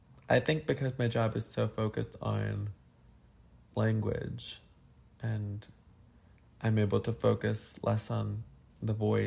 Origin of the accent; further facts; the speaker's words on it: California, United States; I'm from California.